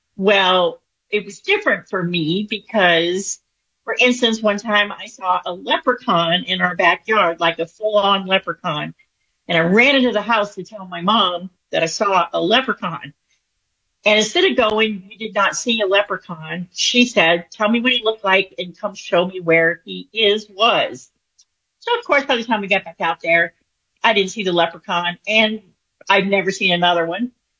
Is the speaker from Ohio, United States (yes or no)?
no; New Orleans, Louisiana, United States